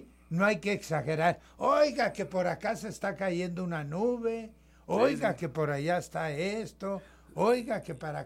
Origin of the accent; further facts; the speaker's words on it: Mexico; no nos cansemos de decir que somos mexicanos.